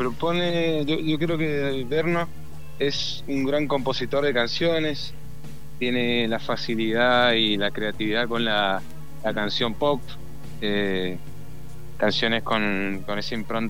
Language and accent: Spanish; Mendoza, Argentina; Mendoza está en el oeste, ¿no? Somos el Western de Argentina.